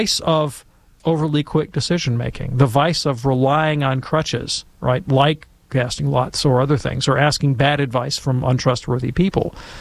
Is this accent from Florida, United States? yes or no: no; Alabama, United States